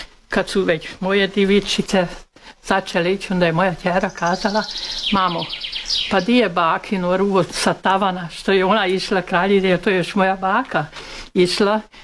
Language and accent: Croatian; Szalánta, Baranya, Hungary; A ja sam iz Salante.